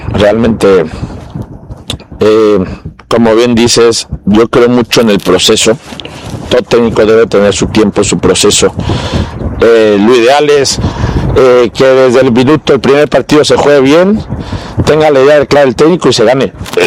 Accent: Mexico; moved away as an adult; now in Hungary; como mexicano siempre da ilusión de representar a mi país en un mundial.

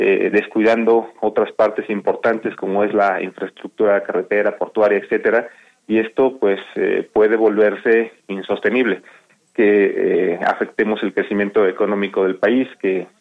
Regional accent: Mexico; en estos mitos que tenemos como mexicanos

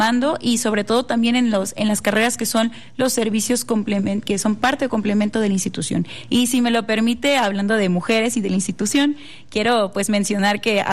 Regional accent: Mexico; estas fechas tan importantes como mexicanos

